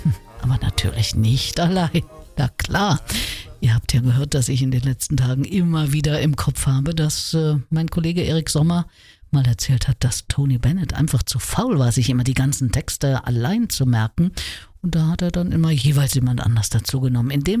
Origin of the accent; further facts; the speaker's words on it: Germany